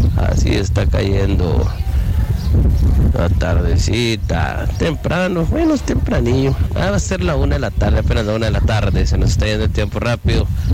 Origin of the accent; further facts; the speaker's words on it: Arisiachi, Chihuahua, Mexico; Soy de Arisiachi, un saludo a mi hermano que nos escucha en Canadá, cerca de Toronto, cómo no, un saludote.